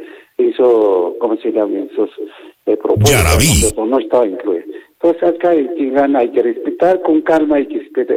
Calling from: Peru; Somos peruanos por algo blanco y rojo

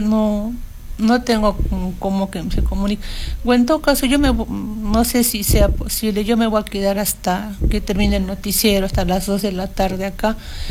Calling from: Paucarpata, Arequipa, Peru; Yo vivo en Israel, en Paucarpata.

